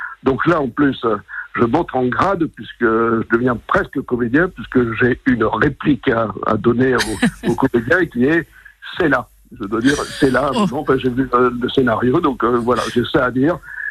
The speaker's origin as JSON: {"language": "French", "town": "Bordeaux", "region": "Nouvelle-Aquitaine", "country": "France", "tie": "born or raised there", "moved": "yes", "said": "je rentre à Bordeaux, puisque je suis originaire de Bordeaux"}